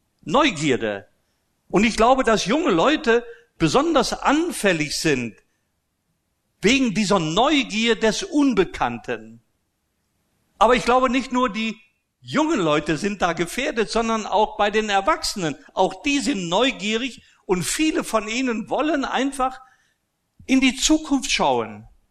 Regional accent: Austria; ich bin ja in Österreich groß geworden, römisch-katholisch.

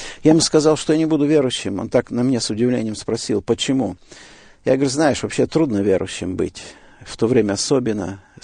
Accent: Siberia, Russia; born there; now in Novosibirsk, Russia; Я родился в христианской семье, в Сибири.

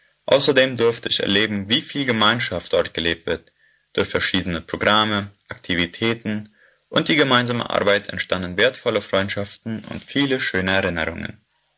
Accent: Neuland, Boquerón, Paraguay; ich komme aus der Kolonie Neuland

